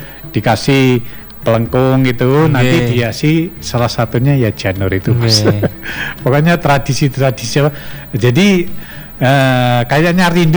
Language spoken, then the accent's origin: Indonesian; Java, Indonesia; jadi, masa-masa kecil waktu di Jawa dulu. Kayaknya mau Agustusan ini, wah, sudah mempersiapkan diri, ada perlombaan ini, perlombaan itu.